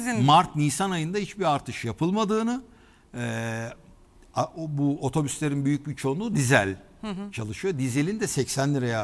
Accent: Kepsut, Balıkesir, Turkey; born there; Doğduğum yer olan Kepsut'ta da bütün arkadaşlarım şehadet ederler yani bu işe.

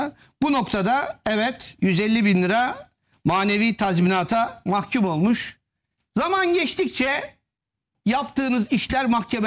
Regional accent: Ankara, Turkey; bir Ankaralı olarak söylüyorum bunu.

